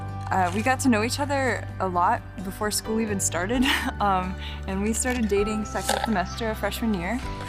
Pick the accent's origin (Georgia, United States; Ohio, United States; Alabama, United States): Ohio, United States; moved away as an adult; now in Ave Maria, United States; I am originally from Ohio, and I came to Ave in 2013.